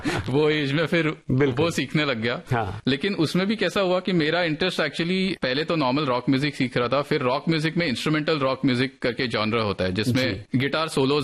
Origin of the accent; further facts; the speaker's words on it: Mumbai, Maharashtra, India; तो एक्चुअली हुआ ऐसे कि बचपन में तो मैं मुंबई में ही था, मेरे पापा हिंदुस्तान पेट्रोलियम में इंजीनियर थे